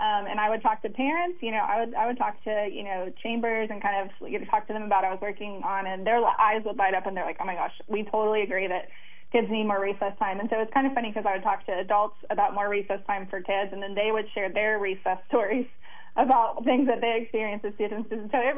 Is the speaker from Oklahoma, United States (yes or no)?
yes; Rogers County, Oklahoma, United States; I love Rogers County, and it's my hometown